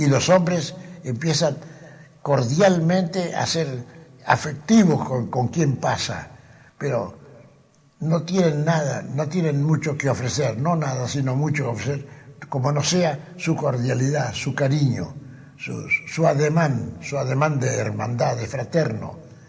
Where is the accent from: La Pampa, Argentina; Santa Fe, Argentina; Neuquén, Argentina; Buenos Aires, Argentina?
La Pampa, Argentina; En mi tierra, aquí en La Pampa